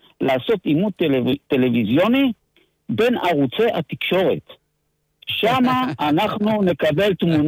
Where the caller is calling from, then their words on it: Tel Aviv-Yafo, Tel Aviv District, Israel; אני מיפו.